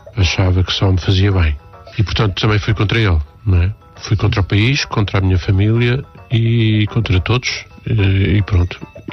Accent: Portugal; moved away as an adult; Eu saí de Portugal

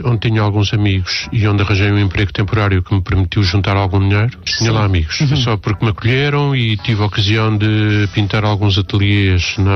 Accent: Portugal; moved away as an adult; Eu saí de Portugal

